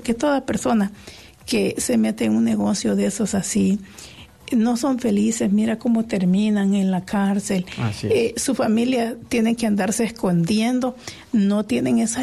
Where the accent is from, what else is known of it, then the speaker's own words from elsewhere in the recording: El Salvador; Si todos somos salvadoreños, los que venimos a ejercer el deber del voto, respetemos